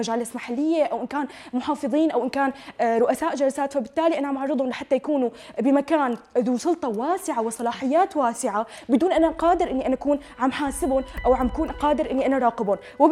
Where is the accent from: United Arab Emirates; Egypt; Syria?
Syria; هذا الشيء ما بنختلف عليه كسوريين